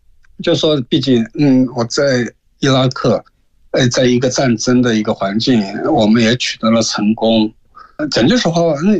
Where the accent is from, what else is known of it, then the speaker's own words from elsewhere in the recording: China; 我不是一个国人，我是一个中国人，